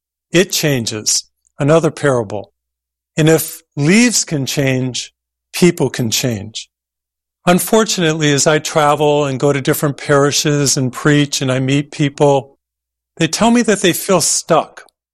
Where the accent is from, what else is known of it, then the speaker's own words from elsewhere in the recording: Massachusetts, United States; I grew up in Massachusetts, and in October, some beautiful things happen.